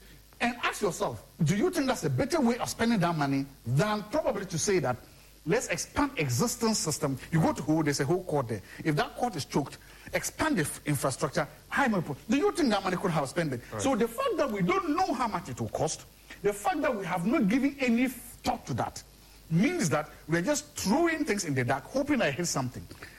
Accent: Tumu, Upper West, Ghana; You go to Tumu, my hometown, there's a market in Tumu.

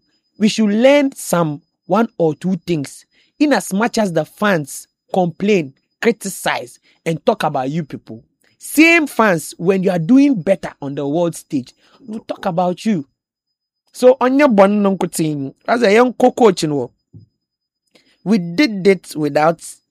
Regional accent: Ghana; But I am happy because he's a Ghanaian and I'm a Ghanaian.

